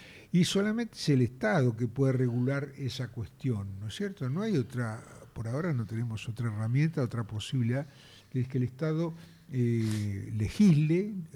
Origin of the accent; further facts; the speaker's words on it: Mar del Plata, Buenos Aires Province, Argentina; en Mar del Plata, yo soy marplatense